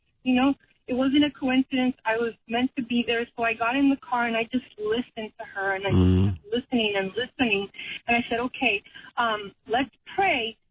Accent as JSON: {"language": "English", "town": "Los Angeles", "region": "California", "country": "United States", "said": "I'm literally from South Central."}